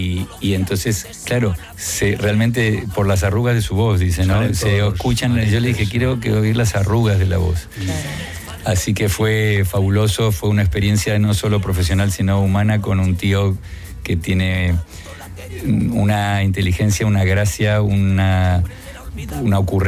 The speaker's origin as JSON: {"language": "Spanish", "town": "Murcia", "region": "Region of Murcia", "country": "Spain", "said": "y yo decía, pero si soy de Murcia."}